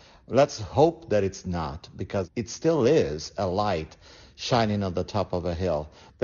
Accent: São Paulo, Brazil; from Sao Paulo, Brazil. I was born in Brazil, but all my life I've loved and admired and respected America

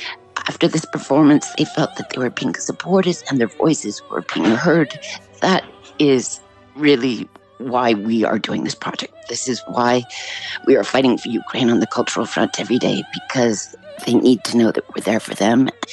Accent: Canada; So I'm very proud of my Canadian roots. I grew up in Canada

